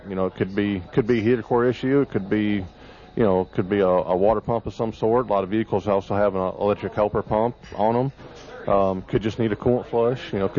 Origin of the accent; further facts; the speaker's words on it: Illinois, United States; moved away; I grew up in Illinois